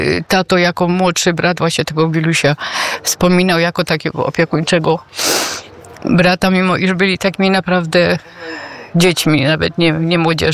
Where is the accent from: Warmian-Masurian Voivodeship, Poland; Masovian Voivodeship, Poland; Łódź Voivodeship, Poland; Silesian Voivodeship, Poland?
Silesian Voivodeship, Poland; my ze Śląska Cieszyńskiego pochodzimy